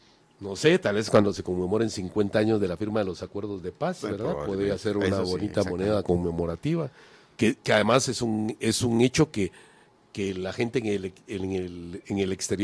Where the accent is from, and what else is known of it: Guatemala